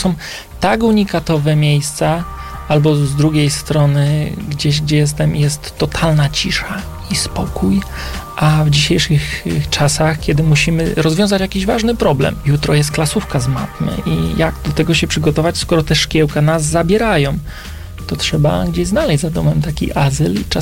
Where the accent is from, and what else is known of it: Kielce, Świętokrzyskie Voivodeship, Poland